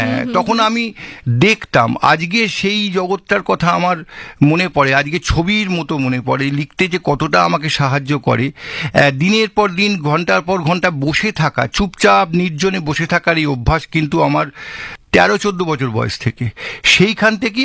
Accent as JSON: {"language": "Bangla", "town": "Dhaniakhali", "region": "West Bengal", "country": "India", "tie": "born or raised there", "said": "বেড়ে ওঠা ধনেখালি, ধনিয়াখালী, তাঁতের শাড়ি যে সেই জায়গাতে আমার বেড়ে ওঠা।"}